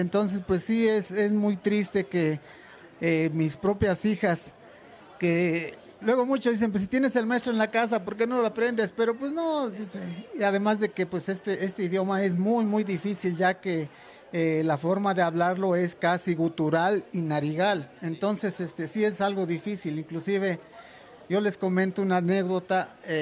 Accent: Mexico; first language Otomi; Spanish is a second language; Desgraciadamente, el sistema de educación que existía en ese entonces, nos prohibían que habláramos nuestra lengua. Íbamos a la escuela y cuando el maestro nos oía hablar en otomí

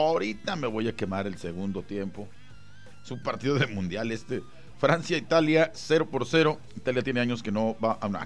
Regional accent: Colombia; now in Tijuana, Mexico; Colombia, Colombia, mi pueblo, mi tierra natal.

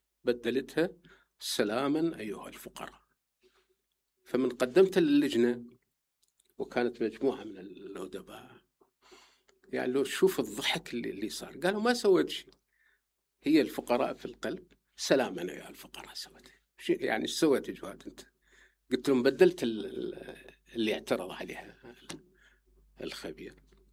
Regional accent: Basra, Basra Governorate, Iraq; moved away; وأنا جاي من البصرة ما حد يعرفني.

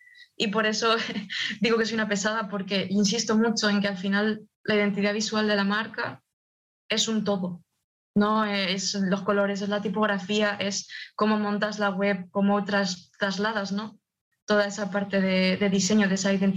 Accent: Spain; moved away as an adult; now in Scotland, United Kingdom; yo soy de España y me he mudado aquí

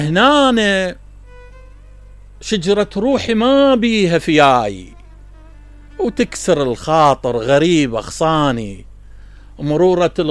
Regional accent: Basra, Basra Governorate, Iraq; يعني انا اطلع من البصرة ما اقدر اعيش بالديوانية، ما اقدر اعيش ببغداد، ما اقدر اعيش بسليمانية، اقدر؟

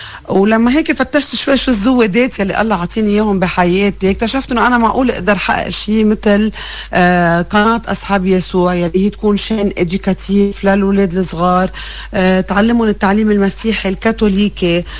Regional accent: Lebanon; now in Canada; انا ام لبنانية عايشة بكندا مع أولي، يعني عندي ولدين صغار، ومثل كل أم وكل بي وكل حدا مسيحي

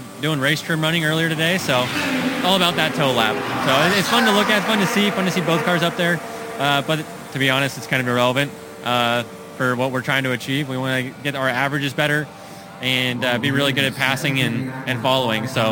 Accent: United States; As an American patriot myself, it's fun to be able to wear the colors.

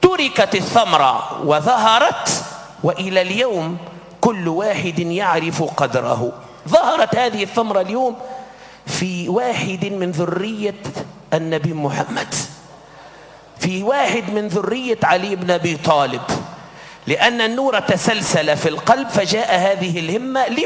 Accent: Tunisia; يسوقنا نحن اليوم من تونس

